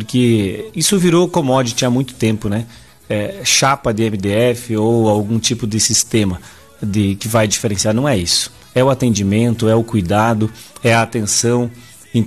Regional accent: Coronel Freitas, Santa Catarina, Brazil; Sou natural aqui de Coronel Freitas.

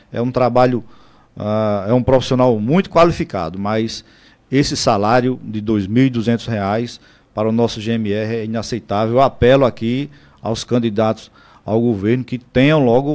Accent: João Pessoa, Paraíba, Brazil; born there; also born or lived in Teixeira, Paraíba; Só nasci em Teixeira. Só nasci lá. Na Serra de Teixeira. Isso. Lá perto de Princesa Isabel. Em 1977, naquela seca terrível, minha família migrou para João Pessoa. Nos estabelecemos no meu querido Baixo Roger, vizinho ao Campo do Onze. Minha família viveu lá até 1989.

